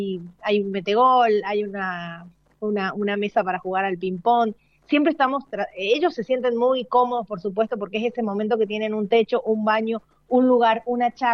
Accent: San Juan, Argentina; now in Mendoza, Argentina; Yo soy sanjuanina, hace 20 años que vivo en Mendoza

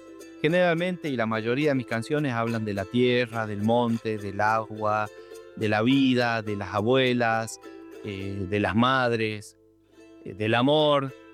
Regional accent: Jujuy, Argentina; born there; Mirá, yo nací en Jujuy, y Jujuy es precordillera, entonces mi música, mi raíz, digamos, está impregnada de música andina, música norteña

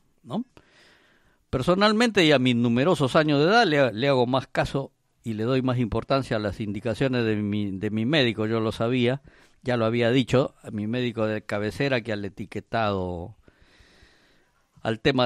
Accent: Peru; Nosotros somos peruanos, nos gusta la comida fuerte, bien picante, condimentada, sí.

